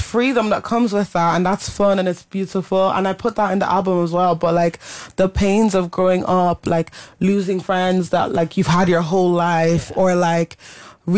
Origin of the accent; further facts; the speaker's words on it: Ireland; I'm Irish. I'm Irish. I'm one of you.